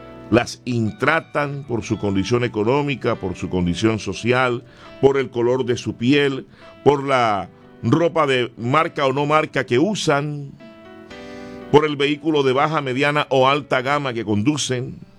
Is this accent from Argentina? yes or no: no; Colombia; nos invita a unirnos como colombianos y como hijos del mismo Dios